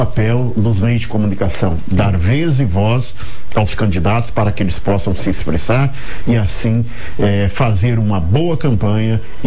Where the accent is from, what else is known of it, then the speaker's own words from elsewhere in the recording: Campo Grande, Mato Grosso do Sul, Brazil; A gente cresceu em Campo Grande.